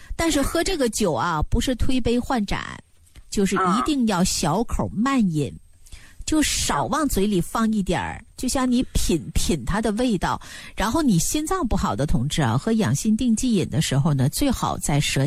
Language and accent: Chinese; northern China, China; 我老家是北方的